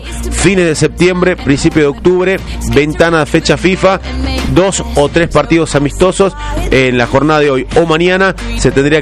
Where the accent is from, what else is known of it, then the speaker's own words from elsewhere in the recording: Tafí Viejo, Tucumán, Argentina; Somos de Tafibiejo, hacemos claro. fila.